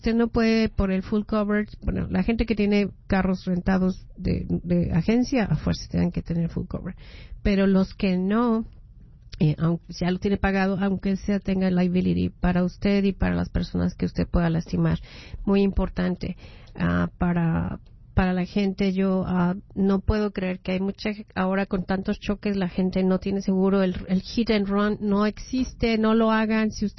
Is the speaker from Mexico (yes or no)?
yes; Mexico City, Mexico; moved away